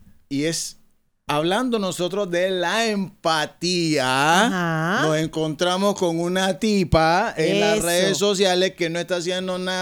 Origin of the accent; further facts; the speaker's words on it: Panama; Final es o somos todos los panameños que dejamos de percibir ese dinero, no tu restaurante.